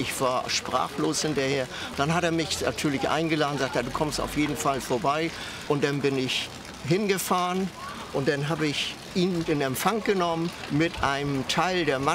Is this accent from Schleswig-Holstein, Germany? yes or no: yes; Lübeck, Schleswig-Holstein, Germany; born there; ich komme aus Lübeck und bin hier auch in Lübeck geboren, 1949.